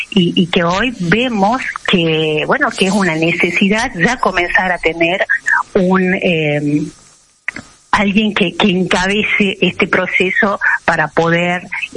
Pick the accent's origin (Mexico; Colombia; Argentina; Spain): Argentina; Salta; como mujer, como argentina, como salteña, como una compañera militante